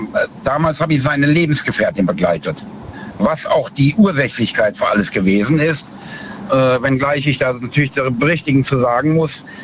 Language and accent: German; Bad Neuenahr, Rhineland-Palatinate, Germany; Aus Bad Neuenahr.